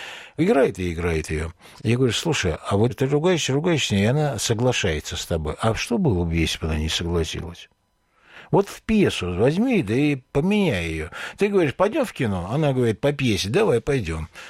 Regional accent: Baku, Azerbaijan; accent: Baku; now in Moscow, Russia; я ведь из Баку приехал. И все, что я знал о культуре в Москве, было на мне, начиная от кремпленового костюма.

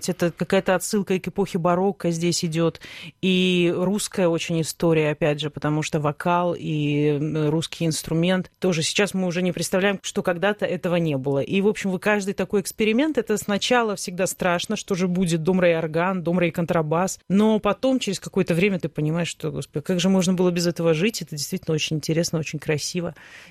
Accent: Belarus; я тоже из Белоруссии

